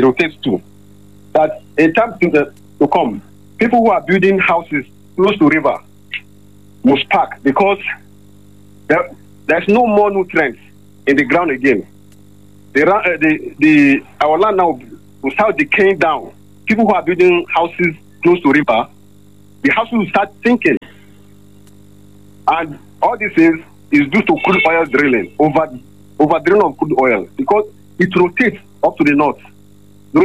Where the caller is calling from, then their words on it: Nigeria; from Odata.